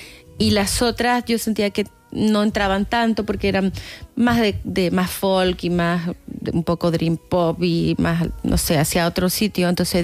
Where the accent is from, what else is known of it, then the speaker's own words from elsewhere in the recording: Viña del Mar, Valparaíso, Chile; Es que sabes que yo soy de Viña del Mar, o sea, soy de esa ciudad, ¿no? Entonces, para mí es como, fueron mis compañeritos, los que tenía mis compañeritos de la escuela